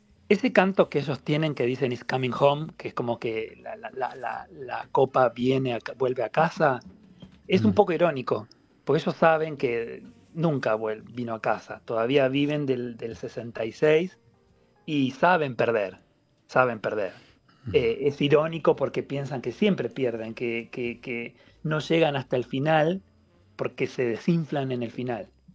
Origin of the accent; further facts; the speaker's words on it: Argentina; now in England, United Kingdom; nuestros vecinos saben que somos argentinos